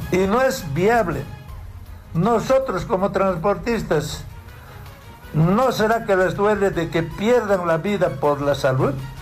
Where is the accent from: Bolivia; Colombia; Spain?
Bolivia; ¿Acaso no somos bolivianos, no son productores?